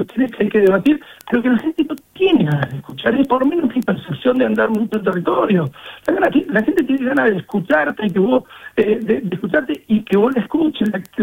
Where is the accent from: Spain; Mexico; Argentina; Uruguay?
Argentina; Pico Truncado, Santa Cruz